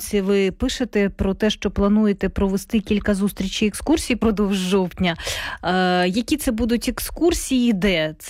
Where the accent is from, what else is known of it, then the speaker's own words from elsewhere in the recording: Luhansk Oblast, Ukraine; ми, луганчани, маємо це робити за можливості.